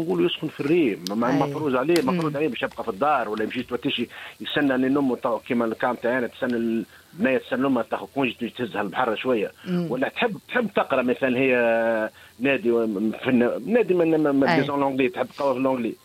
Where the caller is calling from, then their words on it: Nabeul, Nabeul Governorate, Tunisia; معك مواطن من نابل